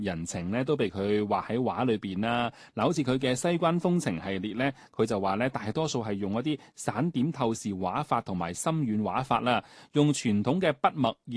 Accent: Guangdong, China; 当然啦，仲有我哋老广记忆里边啊嗰啲远去嘅童真吓。

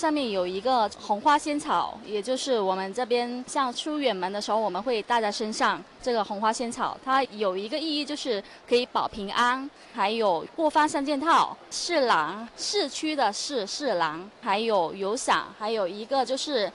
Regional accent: Chaoshan, Guangdong, China; 我们潮汕话叫 gabik，

